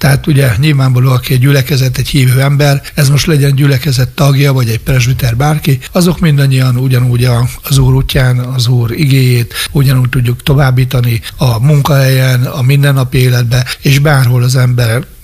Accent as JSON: {"language": "Hungarian", "town": "Nyíregyháza", "region": "Szabolcs-Szatmár-Bereg", "country": "Hungary", "tie": "born or raised there", "said": "mivel hogy 12 éves koromban költöztünk be Sóstóhegyről Nyíregyháza"}